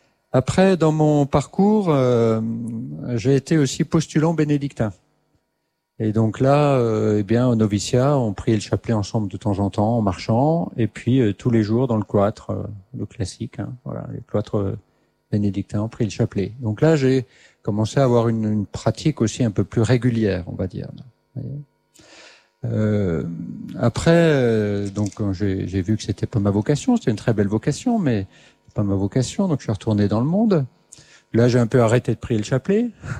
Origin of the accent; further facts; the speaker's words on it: Grand Est, France; Voilà, j'étais scout dans ma jeunesse en Alsace.